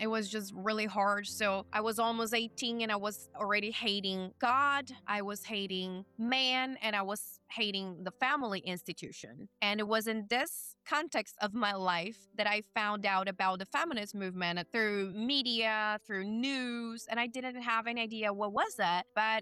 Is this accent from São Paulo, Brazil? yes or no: yes; São Paulo, Brazil; now in United States; I am born and raised in Brazil. I've been living here in America for 2 years so far. I married a Texan. Howdy, everybody. And I was born in the countryside of São Paulo State in Brazil.